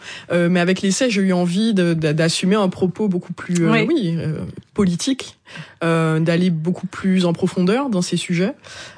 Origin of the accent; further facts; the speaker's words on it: Martinique, France; moved away as an adult; Non, moi je suis née en Martinique, j'ai grandi en Martinique